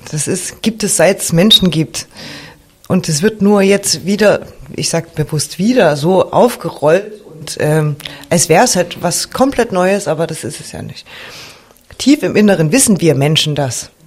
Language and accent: German; East Germany, Germany; Also kann man schon sagen, ich bin Ossi. Und ich bin stolz drauf.